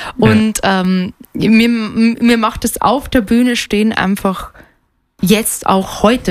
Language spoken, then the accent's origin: German; Styria, Austria; Ja, bei uns in der Steiermark ist so einiges üblich.